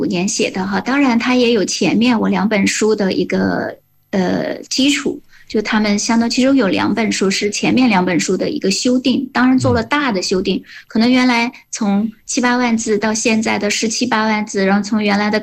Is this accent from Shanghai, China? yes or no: no; Xiangxi, Hunan, China; moved away; 虽然我少年时代是在这出生成长的，但是我毕竟远离湘西，所以我没有一直处在这样的一个自己的这样一个故土里